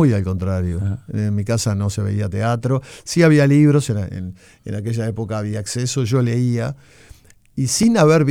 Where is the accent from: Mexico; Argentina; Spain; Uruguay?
Uruguay; also born or lived in Montevideo; now in interior of Uruguay; como tantos uruguayos, me fui al interior del país. Estoy viviendo no en Montevideo ya.